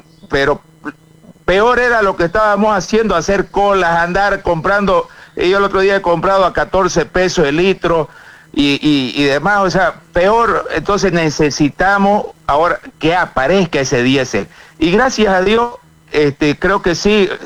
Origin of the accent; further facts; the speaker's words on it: Bolivia; para que ojalá que podamos tener todas las opciones para poder seguir creciendo como bolivianos y revertir lo que ha estado pasando en los últimos años.